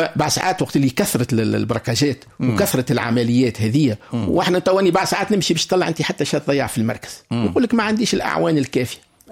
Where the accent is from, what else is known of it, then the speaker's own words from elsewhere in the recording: Tunisia; احنا في تونس